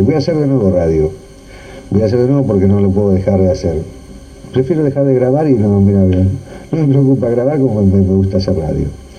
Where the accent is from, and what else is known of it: Buenos Aires, Argentina; moved away